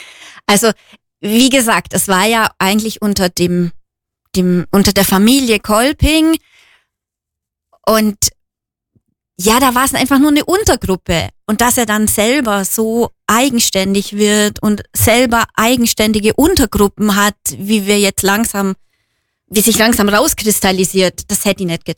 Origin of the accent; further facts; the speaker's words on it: Günzburg, Bavaria, Germany; now in Kempten, Germany; Also ich komme aus Günzburg an der Donau und da gab es auch eine Theatergruppe, da habe ich schon mitgespielt. Bin dann nach Kempten gekommen